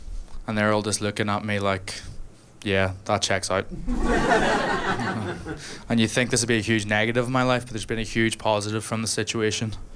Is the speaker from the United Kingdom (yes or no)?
yes; Northern Ireland, United Kingdom; I am from Northern Ireland.